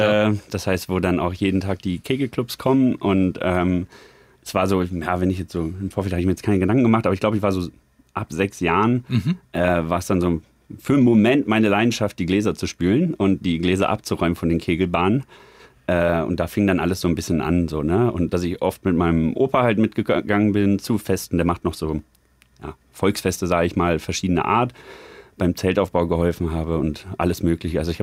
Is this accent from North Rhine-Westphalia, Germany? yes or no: no; Bad Gandersheim, Lower Saxony, Germany; moved away as an adult; now in Würzburg, Germany; Meine familiären Wurzeln, da wo ich auch die ersten 20 Jahre meines Lebens aufgewachsen bin, liegen in Niedersachsen. Ein bisschen im Nichts für junge Leute. Deswegen beschreibe ich es immer, es liegt zwischen Göttingen und Hannover. Mhm. Oder um es dann nochmal ein bisschen zu konkretisieren, so im Harzvorland.